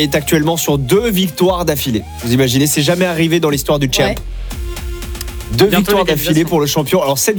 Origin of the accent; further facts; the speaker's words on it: Mont-de-Marsan, Nouvelle-Aquitaine, France; Moi, je viens de Mont-de-Marsan.